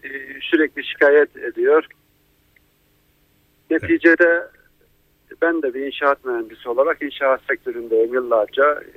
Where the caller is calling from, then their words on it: Ankara, Turkey; Ankara'dan.